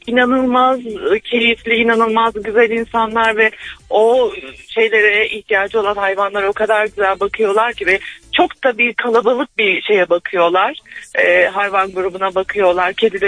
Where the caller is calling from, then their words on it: Ankara, Turkey; ben Ankara'dan arıyorum.